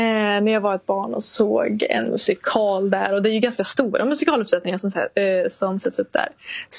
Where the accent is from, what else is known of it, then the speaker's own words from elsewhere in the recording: Värmland, Sweden; Jag som värmlänning, jag har ju varit på Säffleoperan.